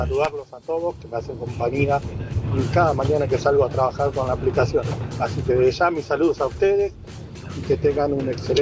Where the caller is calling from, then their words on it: Lanús, Buenos Aires Province, Argentina; soy de Lanús. Y hoy estoy cumpliendo 45 años.